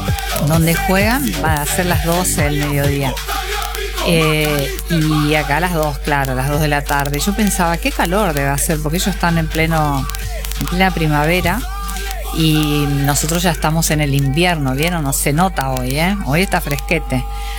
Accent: Argentina

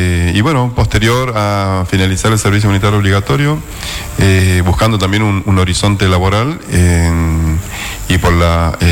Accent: Presidencia Roque Sáenz Peña, Chaco, Argentina; born there; estudié piano cuando era chico en Sáenz Peña

